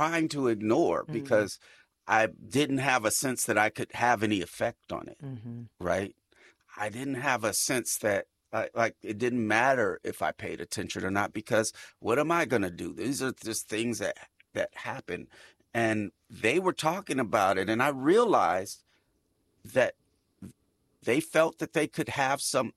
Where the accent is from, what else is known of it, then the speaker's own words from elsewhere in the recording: California, United States; obviously, I come from the Bay Area, so I'm going to, you know, shoot shots on that behalf.